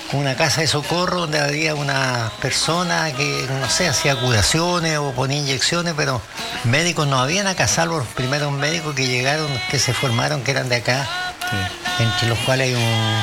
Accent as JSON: {"language": "Spanish", "town": "Santiago", "region": "Santiago Metropolitan Region", "country": "Chile", "tie": "born or raised there", "moved": "yes", "said": "Incluso yo, que me crié en Santiago..."}